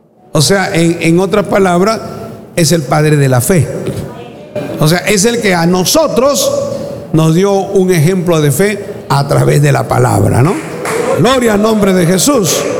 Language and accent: Spanish; Peru; Si nosotros estuviéramos viviendo en ese tiempo, nosotros como peruanos, los judíos nos dirían: estos son unos incircuncisos, paganos, gentiles.